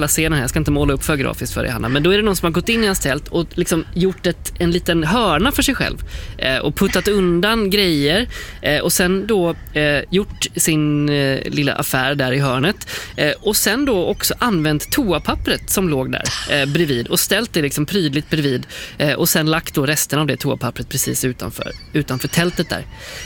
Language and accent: Swedish; Kalmar, Kalmar County, Sweden; nära där jag växte upp i Kalmar